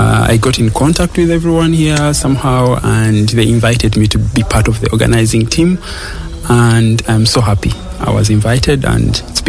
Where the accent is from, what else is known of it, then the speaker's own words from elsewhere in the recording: Uganda; moved away as an adult; now in Linz, Austria; originally I come from Uganda